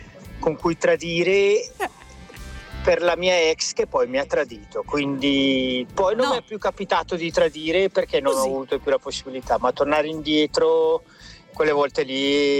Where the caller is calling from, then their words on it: Lecco, Lombardy, Italy; da Lecco.